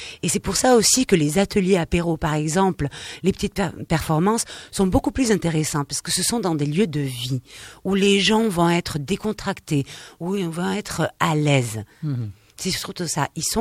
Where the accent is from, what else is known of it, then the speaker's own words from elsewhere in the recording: Nouvelle-Aquitaine, France; Je suis basque. Et fière de l'être, je dois dire.